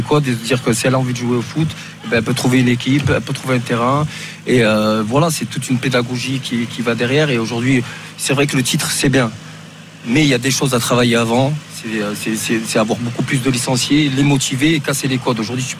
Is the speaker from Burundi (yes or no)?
no; France; moi, ma soeur, quand j'ai grandi en France, pareil, quand elle s'est mise au football, elle a eu des préjugés.